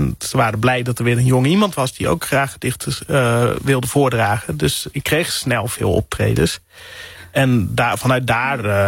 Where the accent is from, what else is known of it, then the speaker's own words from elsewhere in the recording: IJsbrechtum, Friesland, Netherlands; accent: Frisian; moved away; Ik ben opgegroeid in IJsbrechtum. Dat is een heel klein dorpje vlak naast Sneek.